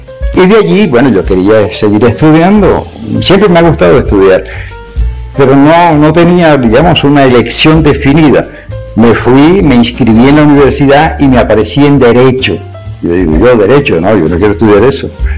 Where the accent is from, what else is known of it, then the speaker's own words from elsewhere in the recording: Caracas, Capital District, Venezuela; Pero me crié en Los Rosales.